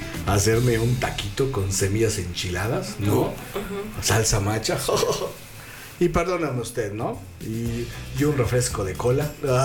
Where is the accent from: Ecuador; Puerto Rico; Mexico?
Mexico; Tehuacán, Puebla; en mi pueblo hay semillas